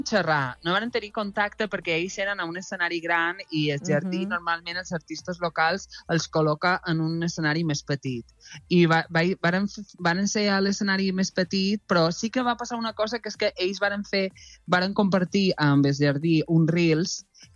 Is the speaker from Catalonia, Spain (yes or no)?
no; Balearic Islands, Spain; i és vera que no sóc un mallorquí tradicional, però tenc coses que puc aportar i que puc fer més... puc aportar més cultura diferent a l'illa.